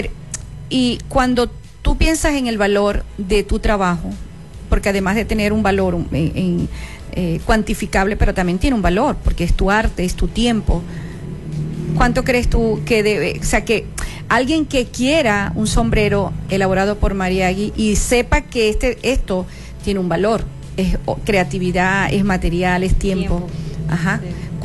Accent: Venezuela

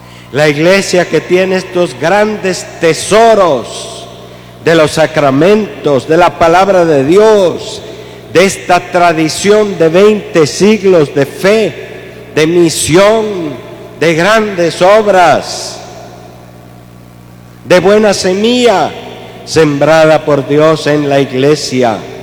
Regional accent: Quetzaltenango, Guatemala; now in Cobán, Guatemala; En Xela, en mi pueblo, sí había mucho trigo.

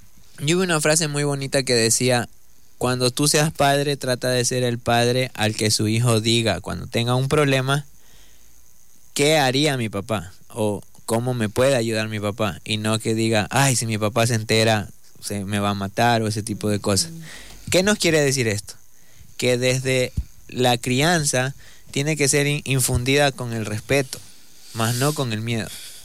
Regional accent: Manabí, Ecuador; pues yo vengo de Manabí, yo he visto esto en Quito, en Manabí, en Santo Domingo

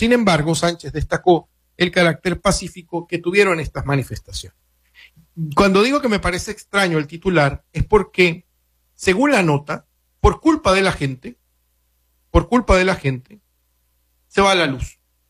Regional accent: Venezuela; donde se genera la mayoría de los efectos climáticos que nos afectan como país, como venezolanos.

